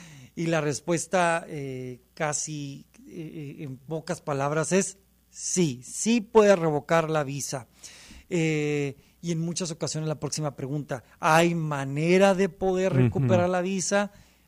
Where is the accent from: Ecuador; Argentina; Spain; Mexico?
Mexico; yo también soy mexicano